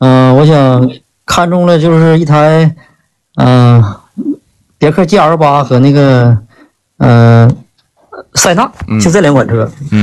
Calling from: Panjin, Liaoning, China; 我也是本地的

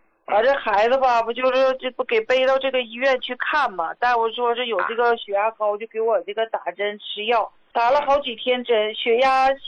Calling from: Daqing, Heilongjiang, China; 胡老师啊，我是大庆的。

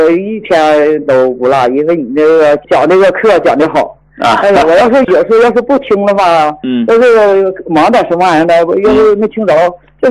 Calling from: Changchun, Jilin, China; 我家是长春的，我长春九台的，我今年58岁，

